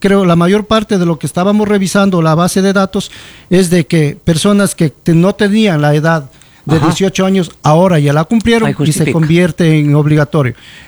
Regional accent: Zamora-Chinchipe, Ecuador; somos como provincia de Zamora Chinchipe.

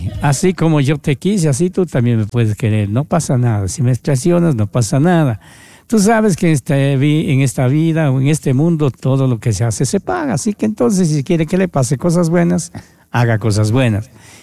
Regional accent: Ecuador; Esta es música de mi lindo Ecuador.

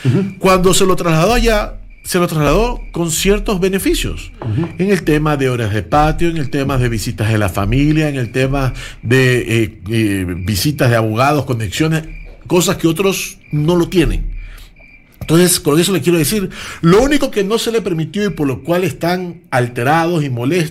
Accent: Ecuador

